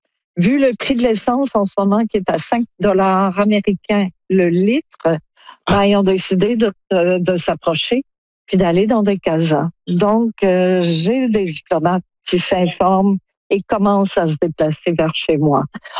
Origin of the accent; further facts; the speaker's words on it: Quebec, Canada; moved away as an adult; now in Cuba; je suis québécoise et que je suis ici depuis 15 ans